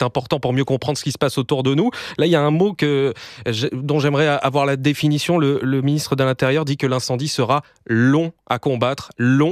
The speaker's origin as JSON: {"language": "French", "country": "France"}